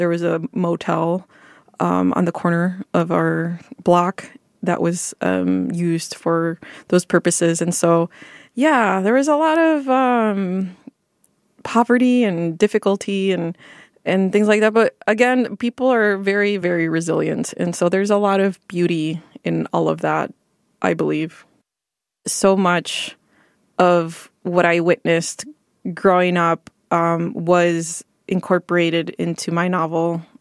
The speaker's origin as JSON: {"language": "English", "town": "Cicero", "region": "Illinois", "country": "United States", "tie": "born or raised there", "said": "I grew up in Cicero, which is on the border of Chicago, on the border of Lawndale and Cicero, Cicero and Cermak specifically. And it was a pretty rough neighborhood back then."}